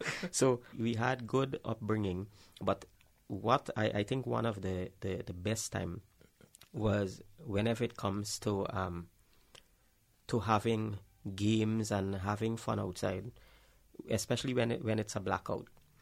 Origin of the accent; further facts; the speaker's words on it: Bartica, Cuyuni-Mazaruni, Guyana; we grew up in Bartica.